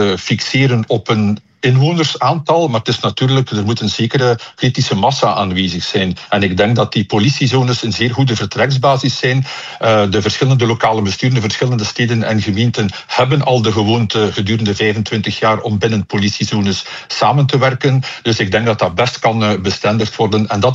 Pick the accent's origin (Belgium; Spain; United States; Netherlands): Belgium; Flanders; Ik voel mij ook Velzekenaar, maar ik voel me ook Zottegemnaar. Ik voel me Vlaming, ik voel me Belg.